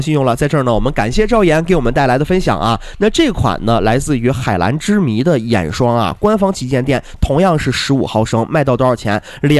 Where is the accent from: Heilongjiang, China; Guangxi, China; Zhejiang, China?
Heilongjiang, China; Harbin; 我觉得这个应该是咱们哈尔滨人可能每一位朋友都能够伸出一把援手来做到的哈